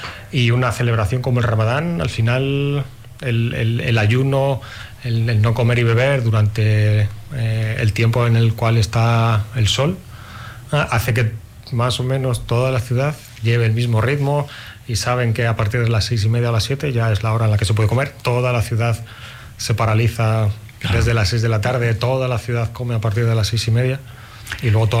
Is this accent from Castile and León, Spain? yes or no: yes; Soria, Castile and León, Spain; yo me acuerdo cuando era pequeño en Soria, pues al final nos criábamos en la calle y estábamos en casa el mínimo tiempo posible.